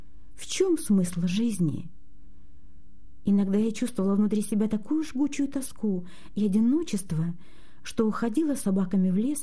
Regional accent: Magadan Oblast, Russia; also born or lived in Ukraine; Мне 30 лет. Родилась я на Украине. Но когда мне исполнилось 4 года, мы переехали на крайний север, в Магаданскую область.

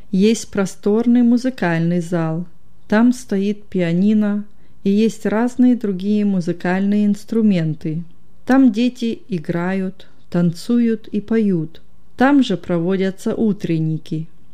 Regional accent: Selydove, Donetsk Oblast, Ukraine

